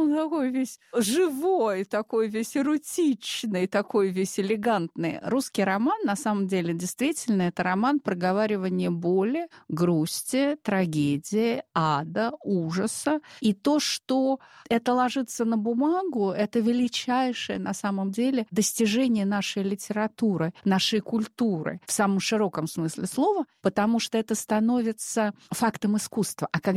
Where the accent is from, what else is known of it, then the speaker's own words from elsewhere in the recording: Russia; also born or lived in France; я ровно год как вернулась из Франции в родной город